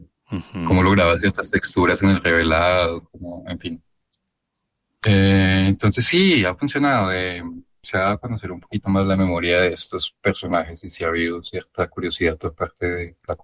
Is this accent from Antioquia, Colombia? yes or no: yes; San Carlos, Antioquia, Colombia; él es del mismo pueblo que yo, de San Carlos, del oriente antioqueño, pues.